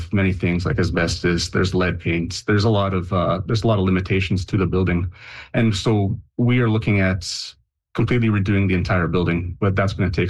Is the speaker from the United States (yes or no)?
no; Long Plains First Nation, Manitoba, Canada; And I'm just from Long Plains First Nation.